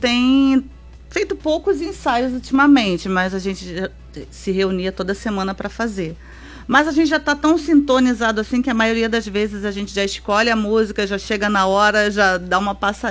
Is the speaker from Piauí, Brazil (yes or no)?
no; São Pedro da Aldeia, Rio de Janeiro, Brazil; Somos de São Pedro. Da aldeia. Todos nós somos de São Pedro.